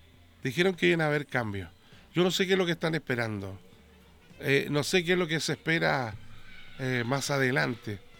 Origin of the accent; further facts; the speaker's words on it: Chile; soy chileno.